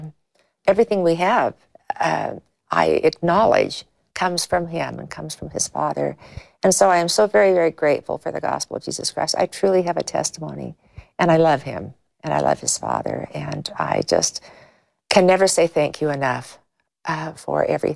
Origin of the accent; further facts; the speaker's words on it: California, United States; And growing up in California, not a world that was always easy to live as members of the church.